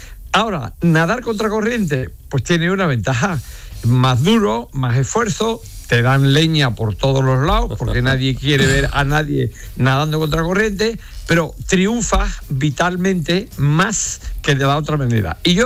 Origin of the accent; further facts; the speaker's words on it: Andalusia, Spain; La patria es como la madre, pues es la que es, y mi patria es mi pueblo, y mi pueblo es el andaluz.